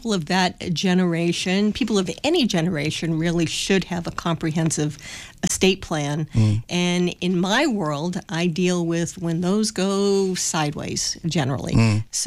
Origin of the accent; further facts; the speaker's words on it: Framingham, Massachusetts, United States; I grew up in Framingham, so I'm a local kid and live in Metro West now